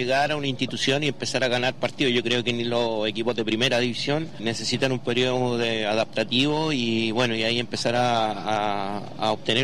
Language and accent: Spanish; Angol, Araucanía, Chile; No, soy de Angol igual.